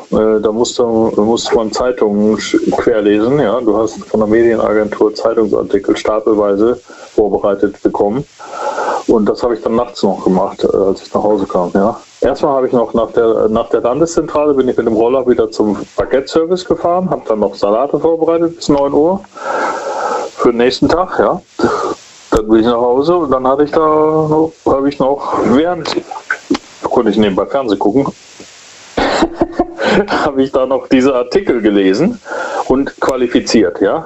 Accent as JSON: {"language": "German", "town": "Stuttgart", "region": "Baden-Württemberg", "country": "Germany", "said": "Ich habe ja, glaube ich, erzählt, ich komme aus Stuttgart und da gibt es viele Staffeln, da musst du die Staffeln hochrennen, bleibst fit."}